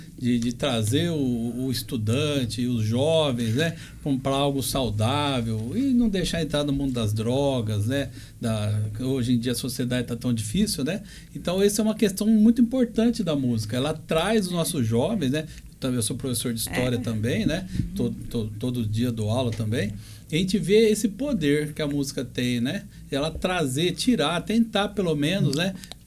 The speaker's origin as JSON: {"language": "Portuguese", "town": "Pitangueiras", "region": "São Paulo", "country": "Brazil", "tie": "born or raised there", "also_born_or_lived": "Monte Alto", "said": "Eu, uma parte da minha vida, eu fui criado em Pitangueiras, né? Aqui do lado."}